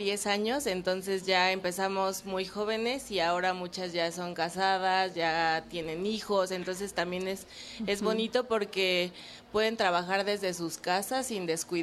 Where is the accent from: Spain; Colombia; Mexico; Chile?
Mexico; Valladolid, Yucatán; Venimos de Valladolid, Yucatán, y pues tuve oportunidad de volver a la universidad y formar parte de la feria de rural.